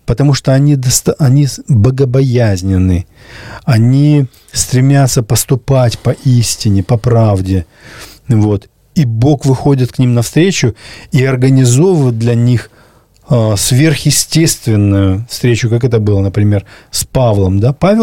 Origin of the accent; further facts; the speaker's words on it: Kabardino-Balkaria, Russia; И, например, я кабардинец, я мусульманин. То есть я родился кабардинцем, это значит, я уже мусульманин.